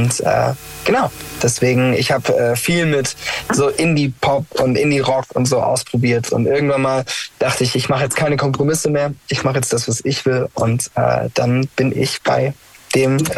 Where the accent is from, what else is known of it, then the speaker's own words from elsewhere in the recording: Ravensburg, Baden-Württemberg, Germany; Ich komme aus Ravensburg.